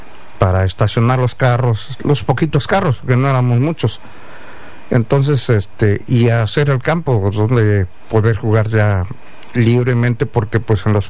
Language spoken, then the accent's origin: Spanish; Magdalena Jaltepec, Oaxaca, Mexico; now in Fresno, United States; aquí en Fresno, los primeros migrantes que llegaron acá fueron de mi pueblo Magdalena Jaltepec.